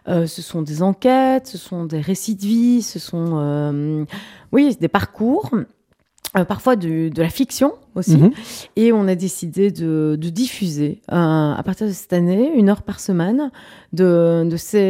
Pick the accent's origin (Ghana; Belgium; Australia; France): Belgium; quand on est belge, on n'est pas dans une culture non plus musicale, de vente musicale